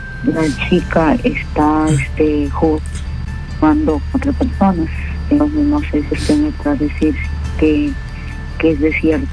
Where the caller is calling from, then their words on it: Piura, Peru; Llamo de Piura